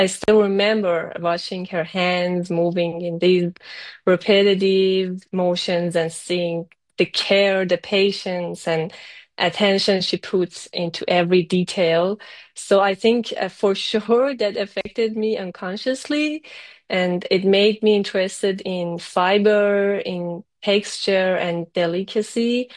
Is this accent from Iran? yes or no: yes; Tehran, Tehran Province, Iran; moved away as an adult; now in Massachusetts, United States; I was born and raised in Tehran, Iran.